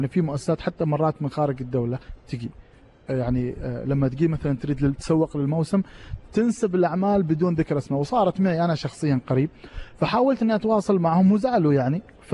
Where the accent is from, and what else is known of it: Oman